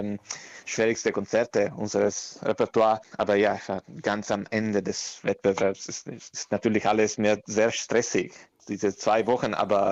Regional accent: Parma, Emilia-Romagna, Italy; German is a second language; ich komme aus Parma

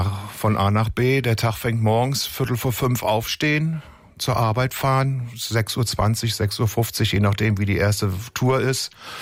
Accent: Haselünne, Lower Saxony, Germany; Haselünne im Emsland, wo es die drei Brennereien gibt, ne?

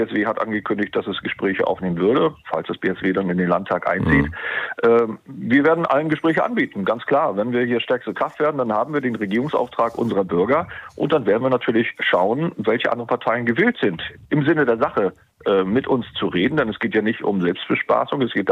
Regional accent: Schwerin, Mecklenburg-Vorpommern, Germany; ich selber dann im direkten Kampf gegen Manuela Schwesig hier in meiner Heimatstadt Schwerin.

